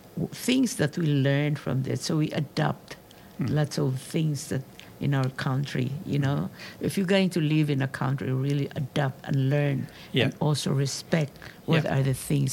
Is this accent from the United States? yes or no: no; Philippines; English is a second language; now in Australia; I still retain as a Filipino. I have all my core values, beliefs, and norms, what you have.